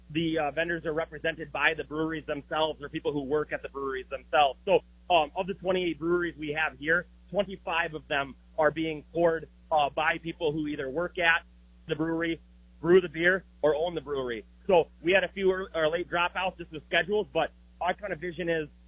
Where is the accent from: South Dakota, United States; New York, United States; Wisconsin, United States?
South Dakota, United States; Mitchell; moved away as an adult; also born or lived in Sioux Falls; I was born and raised here in Mitchell. I attended college in Sioux Falls. After I graduated, I moved back briefly. My job moved me to Sioux Falls. I stayed there for almost 10 years. My wife and I decided to move back